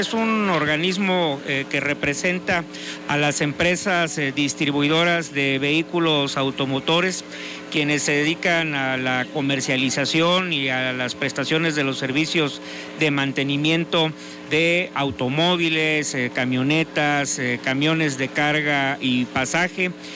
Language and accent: Spanish; Poza Rica, Veracruz, Mexico; de donde yo soy originario, de Poza Rica, de Hidalgo, Veracruz, en algún tiempo fue parte del estado de Puebla.